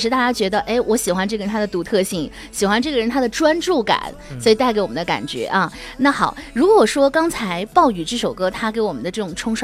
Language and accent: Chinese; Xinjiang, China; 感受到我们新疆人的这份豪爽还有这份热情。